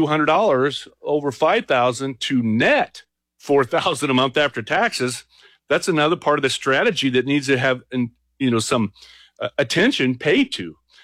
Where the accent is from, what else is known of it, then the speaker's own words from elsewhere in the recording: Midwest, United States; But growing up in the Midwest on a farm, always thought it'd be nice to buy a farm and just own a farm.